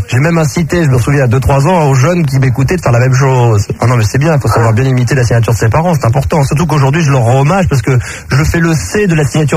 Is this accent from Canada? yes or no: no; Versailles, Île-de-France, France; born there